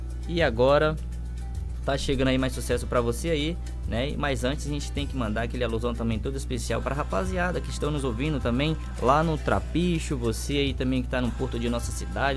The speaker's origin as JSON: {"language": "Portuguese", "country": "Brazil", "tie": "born or raised there", "said": "a minha terrinha também, né, lá Praia do Panamá, né. Sou ribeirinho, sou lá da Praia do Panamá."}